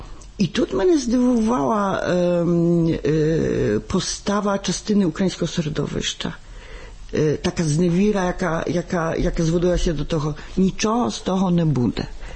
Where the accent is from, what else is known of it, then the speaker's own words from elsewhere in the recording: Poland; ми, тобто Поляки